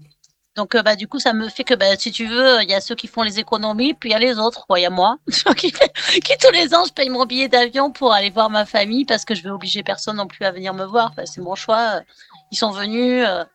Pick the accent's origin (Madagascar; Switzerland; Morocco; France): France; Bayonne, Nouvelle-Aquitaine; Et à Bayonne, oui, exactement.